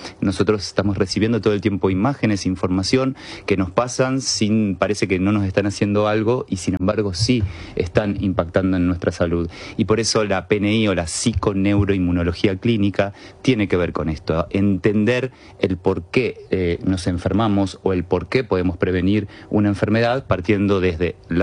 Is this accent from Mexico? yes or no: no; Argentina